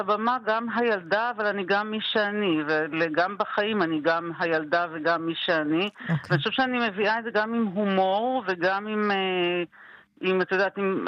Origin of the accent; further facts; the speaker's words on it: Northern District, Israel; אני במקור מקיבוץ, קיבוץ חולטה, בת להורים יקים.